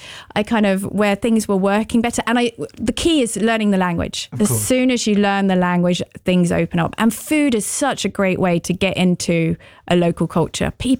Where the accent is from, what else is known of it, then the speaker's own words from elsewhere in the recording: London, United Kingdom; now in Paris, France; I mean, I'm definitely a Londoner, but I embrace all cultures.